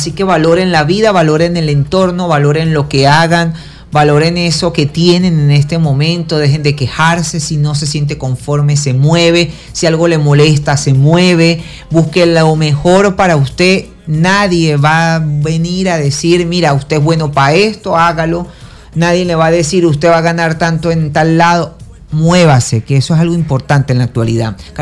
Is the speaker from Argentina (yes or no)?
no; Venezuelan Andes, Venezuela; born there; also born or lived in Caracas; Es mi país, nací acá, bueno, nací en Caracas, pero soy venezolano 100%, aunque mi vida la he hecho acá en Gochilandia